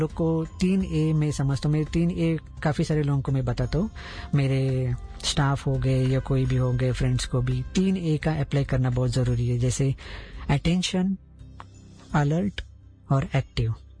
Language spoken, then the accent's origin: Hindi; Mumbai, Maharashtra, India; मैं मुंबई से बिलोंग करते हैं